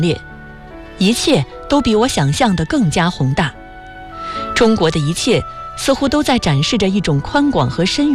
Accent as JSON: {"language": "Chinese", "country": "Vietnam", "tie": "born or raised there", "second_language": "Chinese", "said": "后来他来越南旅行时，我还帮助他安排住宿，并和他一起游览了我的家乡。"}